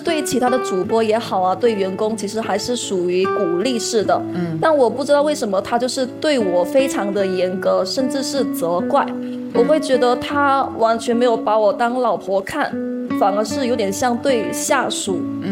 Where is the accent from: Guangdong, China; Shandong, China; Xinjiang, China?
Guangdong, China; Chaoshan; accent: Chaoshan; moved away; 毕竟我是在潮汕生活了有20多年嘛，乡音确实很难改。